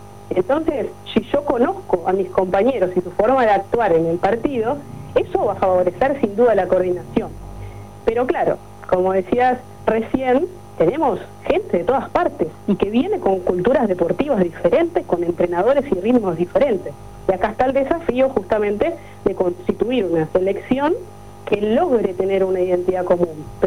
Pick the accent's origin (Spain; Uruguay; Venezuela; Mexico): Uruguay